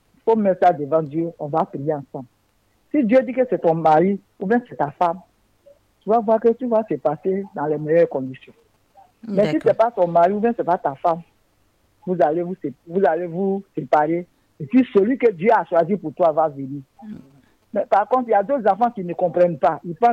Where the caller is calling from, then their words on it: Gagnoa, Gôh-Djiboua, Côte d’Ivoire; je suis à Gagnoua.